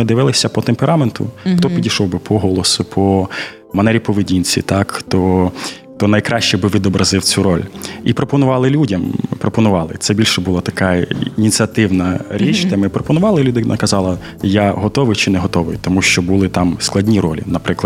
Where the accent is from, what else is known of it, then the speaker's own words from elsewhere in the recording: Podilsk, Odesa Oblast, Ukraine; я майже одесит з Одеського регіону. Ось, якщо ви знаєте, це є Подільське таке містечко. Ось, я звідти.